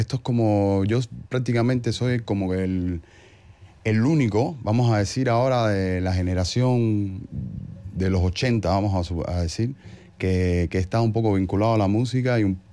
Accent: Cuba; moved away as an adult; also born or lived in New York / Paris; now in Getxo, Spain; como cubano al fin, tengo una carrera de música popular en La Habana

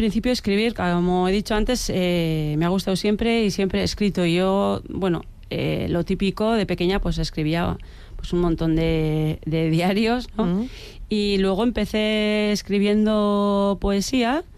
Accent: Irurtzun, Navarre, Spain; en mi pueblo yo fui de la primera generación que estudió en el modelo D, en la escuela pública de Irurtzun.

